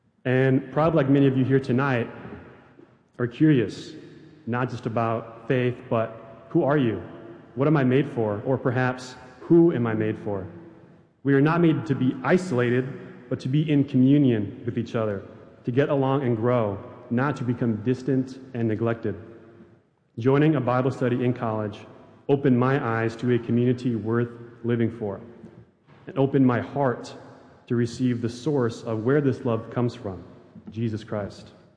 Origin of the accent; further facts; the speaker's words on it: Wisconsin, United States; I'm from Wisconsin, and I know there's a lot of Vikings fans here